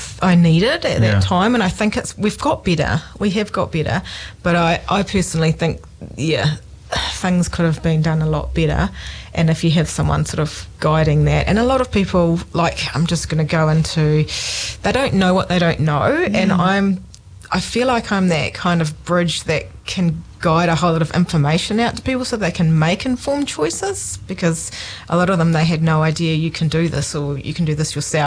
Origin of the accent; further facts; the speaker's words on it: Doubtless Bay, Northland, New Zealand; also born or lived in Kaitaia; Yes, my family are originally from down here, but they moved away and I was born in Kaitaia and grew up in Doubtless Bay in Northland.